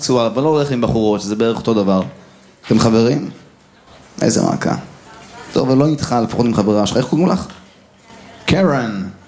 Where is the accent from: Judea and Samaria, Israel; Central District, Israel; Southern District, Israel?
Central District, Israel; Netanya; אני, בתור ילד אשכנזי חנון, אני גדלתי בשיקון סלע.